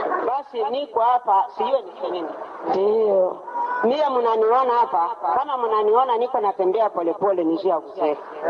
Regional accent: Goma, North Kivu, DR Congo; moved away; Nilikuya nilitoka Goma, mimi kwa mtu wa Goma.

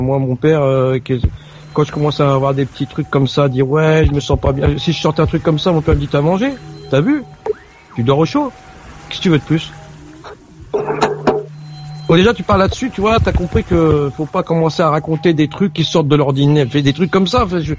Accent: France; born there; Alors, moi, je suis né en France, donc j'ai pas connu ce que mon père a vécu et mes parents ont vécu.

